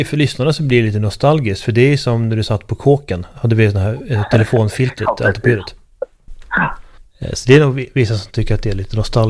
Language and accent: Swedish; Sweden; som svensk så tror jag att man relativt enkelt kan ta sig in på den isländska arbetsmarknaden